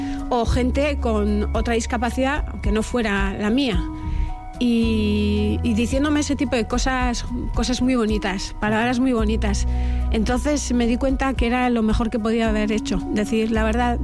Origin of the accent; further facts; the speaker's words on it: Mungia, Basque Country, Spain; Bueno, ¿qué voy a decir yo? Mi pueblo, ¿no? Toda la vida viviendo allí y es mi casa.